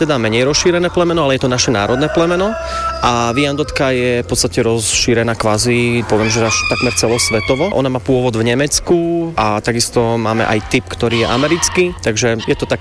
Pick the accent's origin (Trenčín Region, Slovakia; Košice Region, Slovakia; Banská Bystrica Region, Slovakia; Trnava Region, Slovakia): Trnava Region, Slovakia; Báhoň; Pochádzam z Báhoňa